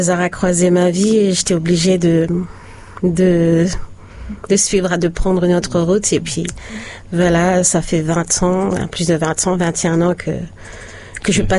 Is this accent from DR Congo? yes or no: no; Port Vila, Shefa, Vanuatu; also born or lived in New Caledonia / Malekula; Ben je suis née à Port-Vila. J'ai grandi à Port-Vila. De temps en temps, je vais passer du temps en Nouvelle-Calédonie parce que j'ai mon papa là-bas. Mais la plupart du temps, je l'ai passé à Port-Vila auprès de mon petit frère.